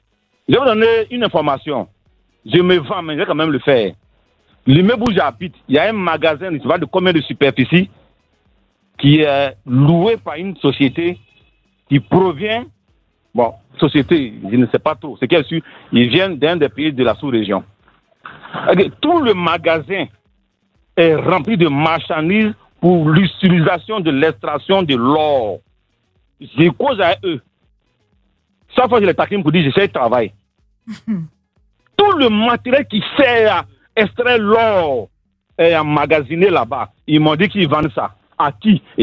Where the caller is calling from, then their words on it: Séguéla, Woroba, Côte d’Ivoire; je viens de Séguéla, région autrefois fortement riche en diamants.